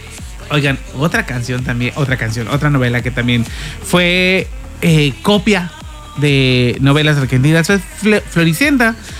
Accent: Mexico; podemos replicarla y ponerle nuestro sello como buenos mexicanos.

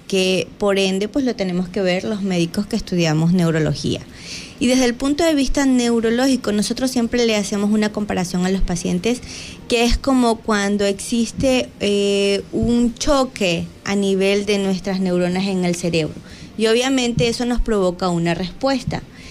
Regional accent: Río Chico, Manabí, Ecuador; yo vengo de Río Chico.

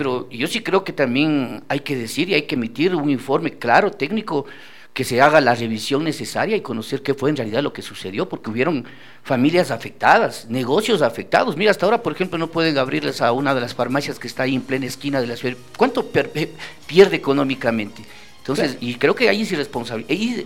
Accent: Ecuador; Y como ecuatorianos

